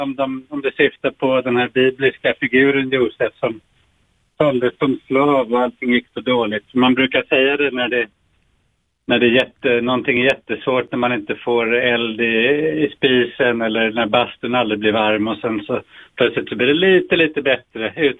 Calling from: Sweden; Jag är helt rikssvensk och håller till här på sommarna

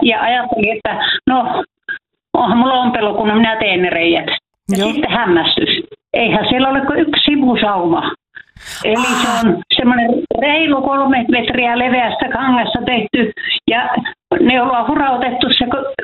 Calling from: Kemijärvi, Lapland, Finland; No niin, joo, minä olen Kemijärveltä. Minä olen se mummo, joka on aikaisemmin soittanut.

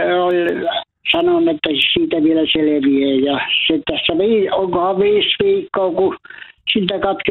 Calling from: Central Finland, Finland; minä olen Keski-Suomesta ja Kivikirkolta.

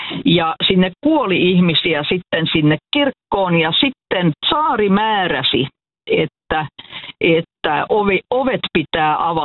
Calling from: Vantaa, Uusimaa, Finland; Joo, mä oon vantaalainen paikallishistorian harrastaja.

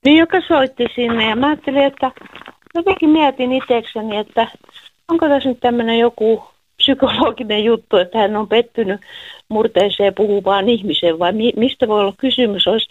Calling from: Karelia, Finland; Mä oon karjalainen ja hän on savolainen.

